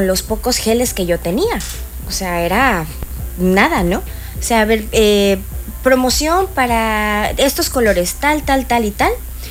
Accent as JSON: {"language": "Spanish", "town": "Guadalajara", "region": "Jalisco", "country": "Mexico", "moved": "yes", "lives_now": "Cancún, Mexico", "said": "soy de Guadalajara, tapatía 100%, pero amando Cancún. Y pues tengo aquí 15 años."}